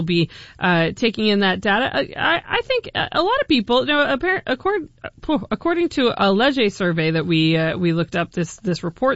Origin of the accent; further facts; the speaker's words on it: Canada; I certainly am very proud to be a Canadian